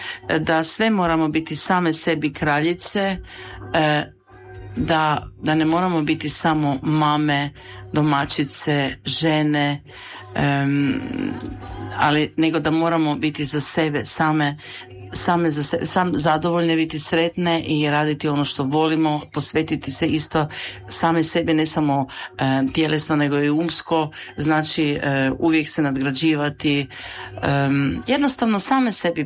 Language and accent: Croatian; Virje, Koprivnica-Križevci County, Croatia; ja sam iz Virja